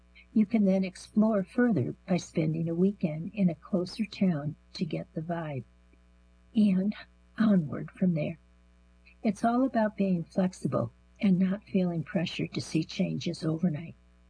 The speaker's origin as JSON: {"language": "English", "town": "Columbia", "region": "Missouri", "country": "United States", "tie": "born or raised there", "said": "I'd always felt different growing up in Columbia, Missouri"}